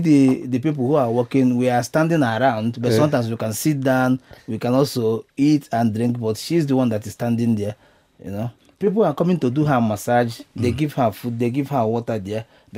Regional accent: Anambra, Nigeria; I'm from Anambra State.

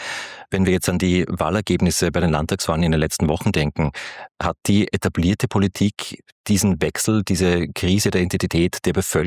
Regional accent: Austria; kommt mir als Österreicher recht bekannt vor.

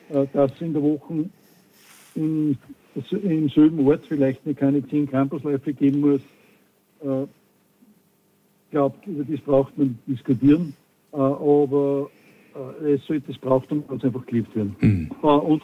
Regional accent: Austria; also jetzt nicht nur bei uns in Österreich, sondern egal in was für ein Land

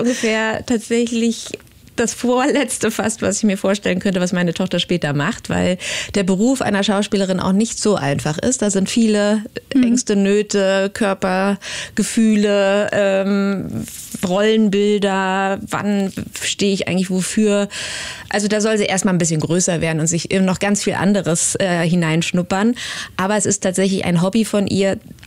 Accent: Hesse, Germany; born there; also born or lived in Potsdam; Und dann landeten wir zwischen Marburg und Kassel, also so in der hessischen P

